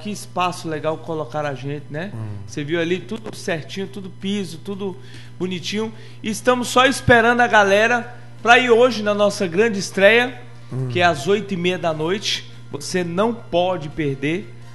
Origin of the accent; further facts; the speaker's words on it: Feira de Santana, Bahia, Brazil; Sou baiano, sou de Feira de Santana.